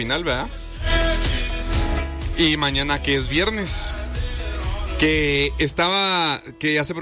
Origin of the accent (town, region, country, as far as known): Guatemala